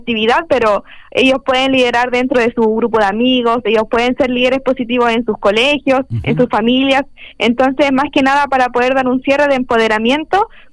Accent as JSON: {"language": "Spanish", "region": "Valparaíso", "country": "Chile", "said": "nuestra identidad como porteños"}